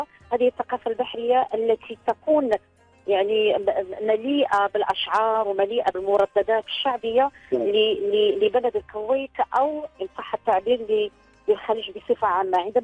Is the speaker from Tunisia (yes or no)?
no; Morocco; accent: Moroccan Darija; نحن نتحدث ونحكي بلهجه مغربيه مفهومه